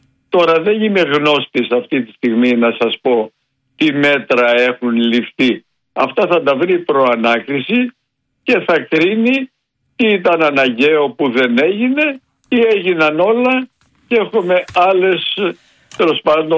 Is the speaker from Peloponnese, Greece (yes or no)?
yes; Peloponnese, Greece; born or raised there